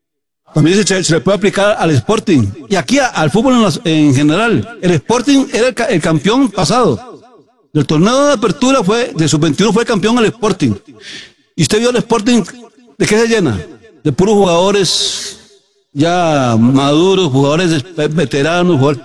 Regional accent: Golfito, Puntarenas, Costa Rica; es de mi pueblo. Es Golfiteño.

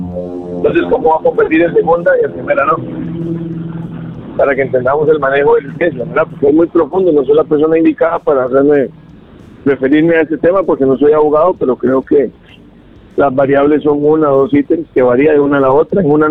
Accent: Costa Rica; porque los que somos costarricenses queremos que el fútbol nacional siga trascendiendo

